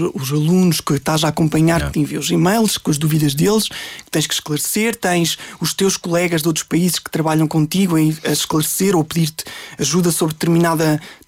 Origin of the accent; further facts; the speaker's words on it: Norte, Portugal; born there; moved away as an adult; now in Lisbon, Portugal; E por isso é que eu digo que sou um lisboeta transmontano. Isto quase que parece uma traição às raízes.